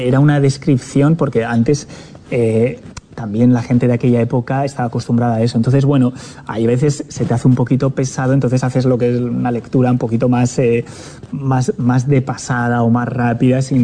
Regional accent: Bilbao, Basque Country, Spain; moved away as an adult; also born or lived in France; now in Uruguay; yo soy de Bilbao, yo soy vasco. Soy de mi tierra.

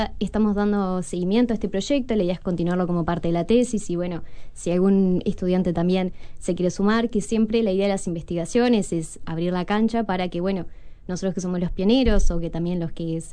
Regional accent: Montevideo, Uruguay; now in Durazno, Uruguay; Soy de Montevideo.

